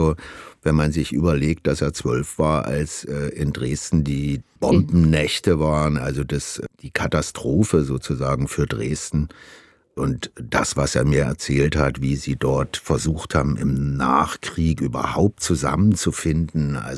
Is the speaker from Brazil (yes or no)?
yes; Brazil; Meine Eltern hatten in meiner Kindheit in Brasilien hatten die einen Dualplattenspieler mit noch mit 10 Schallplatten übereinander